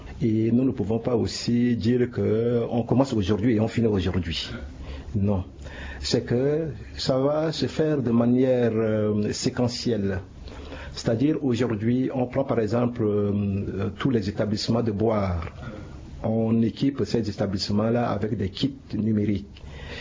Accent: Central African Republic; chez nous, en République centrafricaine

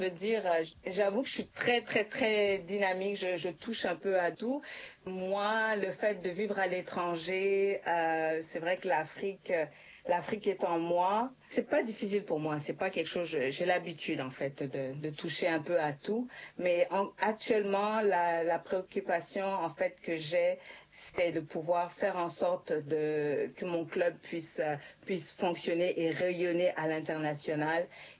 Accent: Montreal, Quebec, Canada; born there; also born or lived in Bangui, Central African Republic / France; Je suis née à Montréal, puis évidemment j'ai vécu aussi à Bangui, en France

